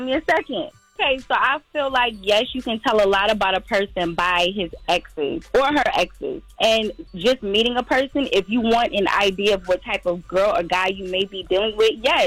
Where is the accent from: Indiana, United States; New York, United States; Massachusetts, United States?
New York, United States; now in Atlanta, United States; I'm actually calling out of Atlanta, but I'm originally from New York.